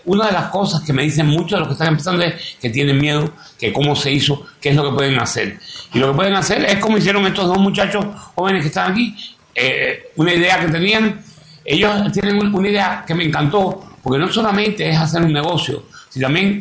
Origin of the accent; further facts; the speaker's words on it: Ecuador; Ambos somos ecuatorianos, sí, ok.